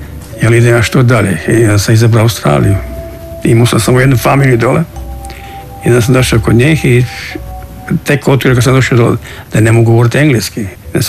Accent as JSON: {"language": "Croatian", "town": "Čavoglave", "region": "Šibenik-Knin County", "country": "Croatia", "lives_now": "Split, Croatia", "said": "Kad sam došao iz Čavoglava, kao pravi Vlaj, onaj mali seljak, bio sam ko spužva."}